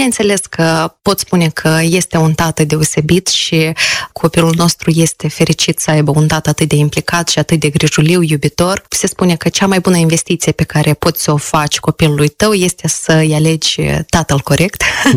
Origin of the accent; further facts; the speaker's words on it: Chișinău, Moldova; also born or lived in Hirova, Călărași District; Copilăria am petrecut-o la țară mai mult, chiar dacă eu sunt de origine din Chișinău, dar așa a fost să fie ca în fiecare vară, de la început de iunie până la sfârșit de august, părinții să ne lase la bunei la țară, ei să-și continue activitatea în oraș și am petrecut-o în raionul Călăraș